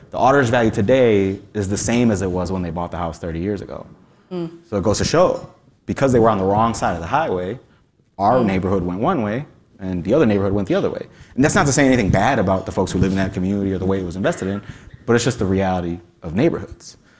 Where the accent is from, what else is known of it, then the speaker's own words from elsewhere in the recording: United States; So I grew up on Stockyards neighborhood, west side of town, West 70th and Clark, 69 mm-hmm. Black Clark. My family moved here from the 90s and from Puerto Rico.